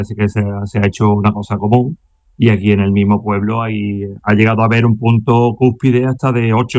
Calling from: Olivares, Andalusia, Spain; Pues ahora en casa, en el pueblo, en Olivares.

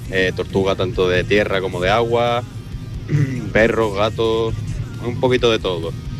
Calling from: Seville, Andalusia, Spain; Hola, buenas tardes a todos. … de Sevilla.

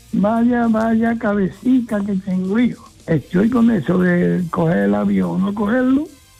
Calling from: Padul, Andalusia, Spain

